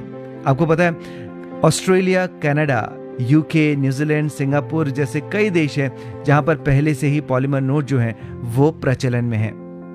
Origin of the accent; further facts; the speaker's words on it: Delhi, India; दिल्ली दा सोना रंगला मुंडा